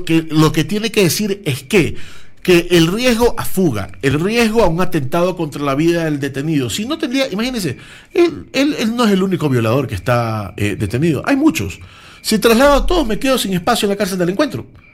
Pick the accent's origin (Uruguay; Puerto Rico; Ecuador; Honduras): Ecuador; Yo trabajo así para vivir en mi país y para que mis hijos se críen en el Ecuador, que es mi país.